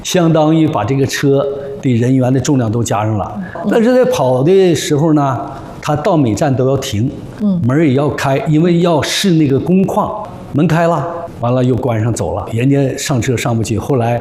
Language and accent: Chinese; China; 我们中国人